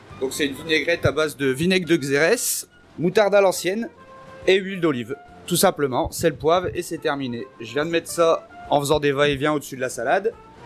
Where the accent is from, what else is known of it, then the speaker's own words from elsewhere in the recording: Gravelines, Hauts-de-France, France; moved away as an adult; now in Lot, France; je viens du Nord-Pas-de-Calais, plus précisément Gravelines.